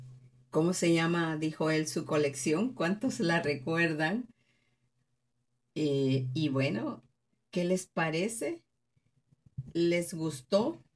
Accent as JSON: {"language": "Spanish", "region": "Tabasco", "country": "Mexico", "tie": "born or raised there", "said": "Yo me acuerdo cuando era chiquita, pues de donde yo soy, Tabasco"}